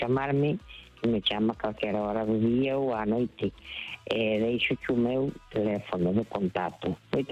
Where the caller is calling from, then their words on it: Pontevedra, Galicia, Spain; de Pontevedra.